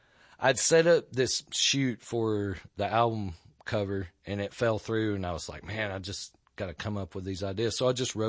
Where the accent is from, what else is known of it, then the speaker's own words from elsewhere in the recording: Rossville, Georgia, United States; I grew up in Rossville, Georgia. So it's right across the state line, you know. So I've been around Chattanooga my whole life, yeah.